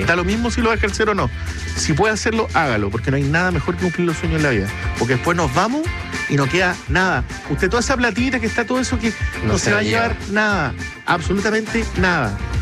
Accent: Punta Arenas, Magallanes, Chile

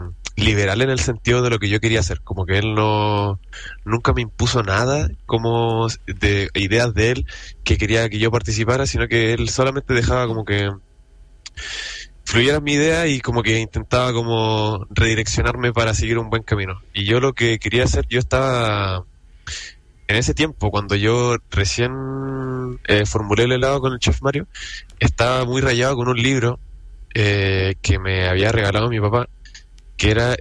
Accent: Coquimbo, Chile; Entonces pensé que podría ser la conexión entre Coquimbo, que es de donde yo vengo, donde está todo el cariño que yo tengo por la cocina, sobre todo por el mar, porque yo siempre he sido una persona que me he criado en el mar

